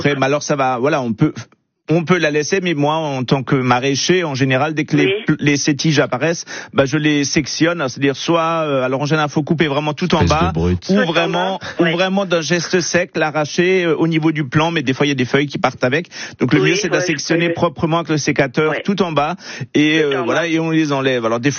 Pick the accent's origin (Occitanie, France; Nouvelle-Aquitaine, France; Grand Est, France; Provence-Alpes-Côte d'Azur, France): Grand Est, France; Et chez nous, en Alsace, on a une sorte qu'on a appelée Alsace, qui existe que chez nous.